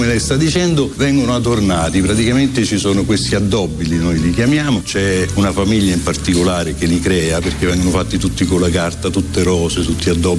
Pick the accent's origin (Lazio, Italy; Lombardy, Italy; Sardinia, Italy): Lazio, Italy; Palestrina; Palestrina per me intanto la mia città natale, dei miei avi eccetera. E poi noi prenestini siamo molto orgogliosi di essere prenestini